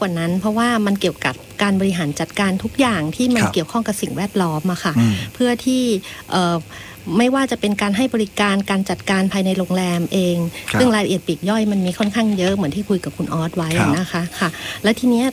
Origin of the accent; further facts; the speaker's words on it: Nan Province, Nan, Thailand; เราเป็นคนในพื้นที่เนาะหมายถึงคนในจังหวัดน่านเกิดที่จังหวัดน่าน